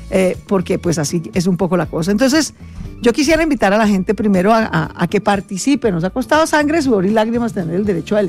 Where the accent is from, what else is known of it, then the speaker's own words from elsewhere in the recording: Colombia; Somos dos colombianos, hemos hecho a pulso, pues ambos hijos de una familia hecha a pulso.